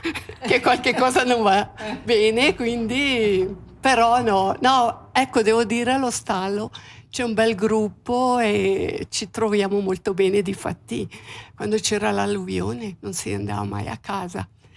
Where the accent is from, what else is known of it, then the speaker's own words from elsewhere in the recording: Mesocco, Graubünden, Switzerland; now in Lostallo, Switzerland; anch'io sono di Mesocco e sono arrivata allo stallo nell'89, perché mio marito aveva trovato il lavoro allo stallo